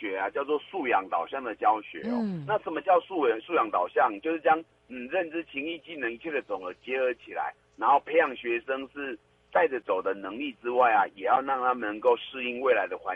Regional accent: Taiwan; 等于是我们台湾人的日常

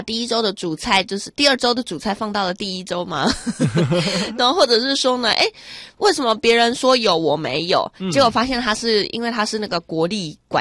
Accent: Taichung, Taiwan; 就是台中，因为我在台中长大嘛，

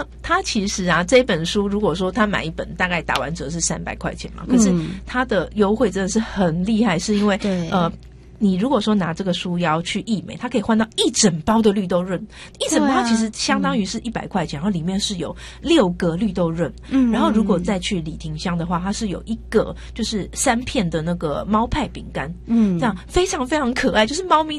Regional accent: Taiwan; 我们几乎身为台湾人是每天都吃得到的

